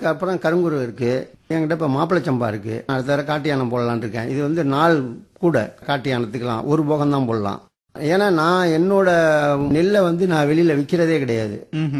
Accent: Thanjavur, Tamil Nadu, India; நான் தஞ்சாவூர் சேர்ந்தவன்.

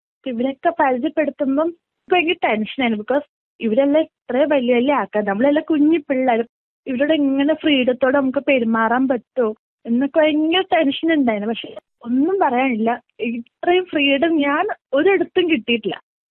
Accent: Ernakulam, Kerala, India; ഞാൻ എറണാകുളത്തു നിന്നാണ് വരുന്നത്.

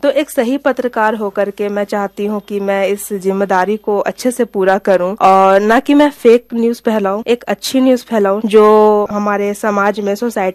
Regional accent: Hazaribagh, Jharkhand, India; मेरी पैदाइश हजारीबाग में हुई है और मेरी जितनी भी पढ़ाई है, स्कूलिंग है और ग्रेजुएशन है, वो मैंने अपने ही शहर हजारीबाग से पूरा किया है।

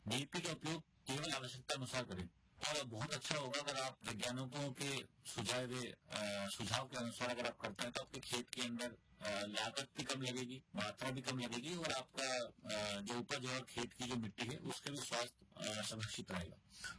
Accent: Kutch, Gujarat, India; कच्छ की परिस्थितियाँ इस समस्या को और गंभीर बनाती है क्योंकि हमारा जिला पूर्ण रूप से शुष्क क्षेत्र में आता है जहाँ औसत वार्षिक जो वर्षा है हमारी वो 250 से 350 मिलीमीटर होती है।

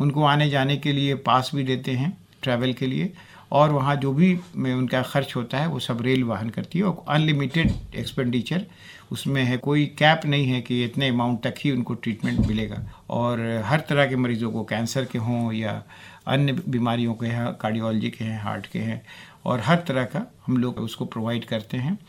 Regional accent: Sasaram, Bihar, India; also born or lived in Patna; मैं बिहार से बिलोंग करता हूँ। सासाराम एक छोटी सा एक शहर है जहाँ से मेरी पढ़ाई लिखाई हुई। वो 10th तक मैंने वहाँ पढ़ाई किया।

